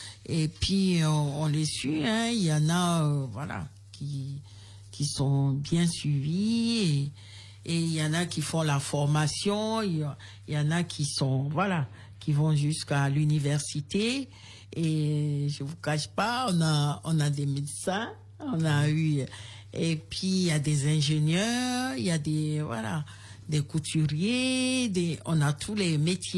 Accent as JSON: {"language": "French", "town": "Kpalimé", "region": "Plateaux", "country": "Togo", "tie": "born or raised there", "said": "Je suis originaire de Palimé."}